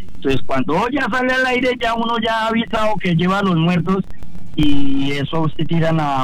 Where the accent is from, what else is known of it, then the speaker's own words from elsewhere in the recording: Cúcuta, Norte de Santander, Colombia; Yo me vine de Cúcuta.